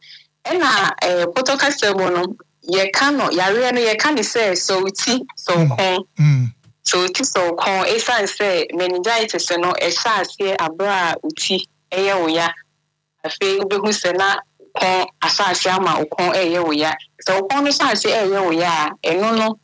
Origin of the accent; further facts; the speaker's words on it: Upper West, Ghana; I'm from Upper West.